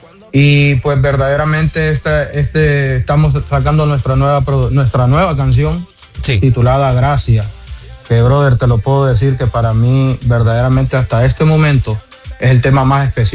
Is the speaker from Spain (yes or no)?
no; Honduras; No, la verdad que sí, somos hondureños.